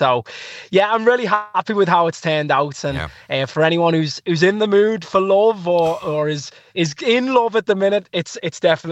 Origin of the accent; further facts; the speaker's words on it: Liverpool, North West England, United Kingdom; now in Ireland; As a Liverpool fan and as a Scouser